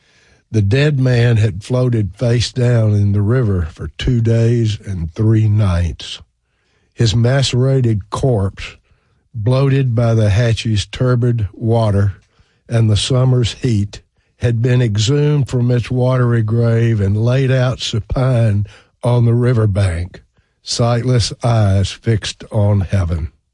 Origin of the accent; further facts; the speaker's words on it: Alamo, Tennessee, United States; my hometown of Alamo.